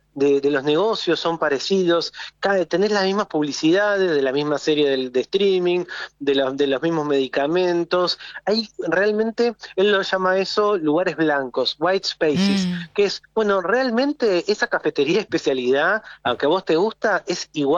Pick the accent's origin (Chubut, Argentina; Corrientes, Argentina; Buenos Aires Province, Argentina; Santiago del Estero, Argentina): Buenos Aires Province, Argentina; Campana; yo nací en 1980. Mi cuarto adolescente, soy de provincia de Buenos Aires, ciudad de Campana.